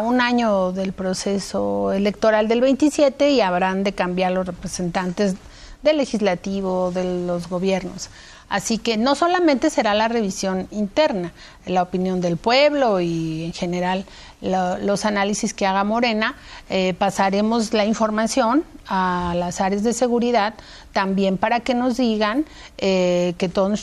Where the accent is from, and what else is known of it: Iztapalapa, Mexico City, Mexico